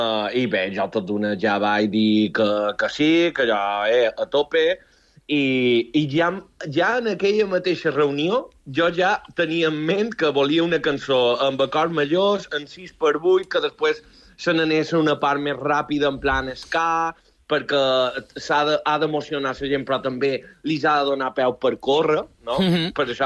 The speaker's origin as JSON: {"language": "Catalan", "town": "S'Arenal", "region": "Balearic Islands", "country": "Spain", "said": "Sí, la gent se creu que jo som de Binissalem perquè vaig començar la meva carrera per allà, però no, som de Serenal."}